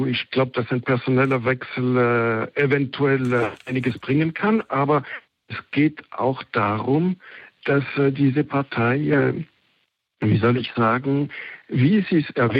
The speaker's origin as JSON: {"language": "German", "country": "Switzerland", "said": "als Schweizer und als Nicht-Christdemokrat"}